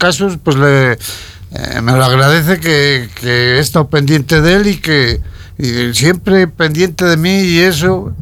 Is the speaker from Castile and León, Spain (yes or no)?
yes; Sedano, Castile and León, Spain; now in Burgos, Spain; yo le he llevado a mi pueblo, a Sedano que soy.